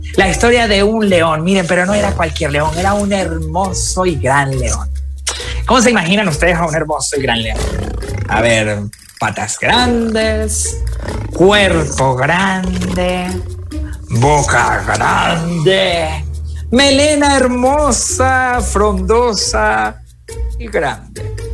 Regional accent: Venezuela; now in Mexico; aunque soy de Venezuela, vivo en México. Vengo viajando desde hace mucho tiempo

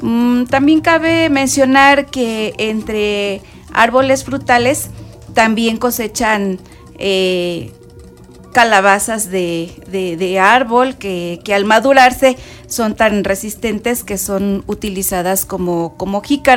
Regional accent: Chayoquila, Mexico; first language Nahuatl; Spanish is a second language; en la localidad de Chayoquila, la lengua materna es el náhuatl, lengua en la que se nombran algunos frutos, animales, colores, texturas, etc. Y pues esto nos permite conservar nuestra lengua materna y de cierta forma nuestras raíces

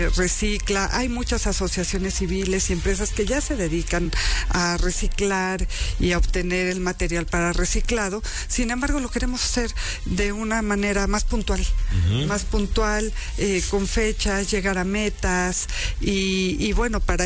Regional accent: Puebla, Mexico

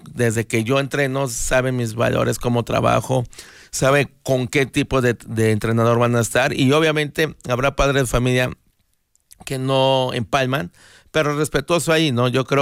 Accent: Izúcar de Matamoros, Puebla, Mexico; Yo nací acá en Izúcar de Matamoros, y obviamente me siento muy, muy digno de ser de acá, de esta población tan bonita que es Izúcar. Y toda mi vida he crecido, me he formado.

